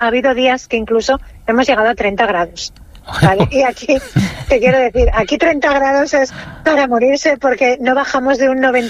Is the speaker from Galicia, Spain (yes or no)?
no; Asturias, Spain; yo soy de Asturias y además soy de pueblo minero